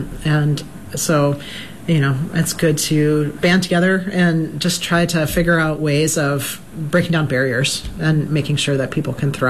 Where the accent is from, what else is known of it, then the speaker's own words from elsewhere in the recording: Illinois, United States; One of the things that first struck me when I came to Wisconsin, now I know I'm from Illinois, I hope people don't hold that against me